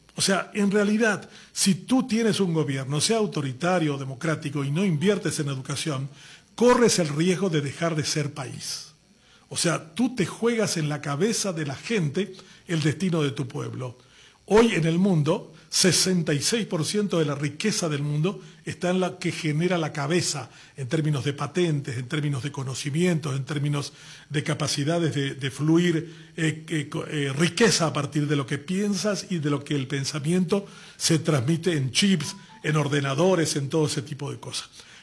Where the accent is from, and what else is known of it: Paraguay